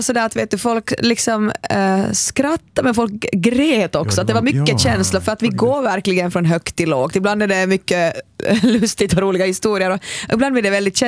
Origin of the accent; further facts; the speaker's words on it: Finland; now in Amsterdam, Netherlands; så att jag håller svensk Finlands flagga högt där i Amsterdam.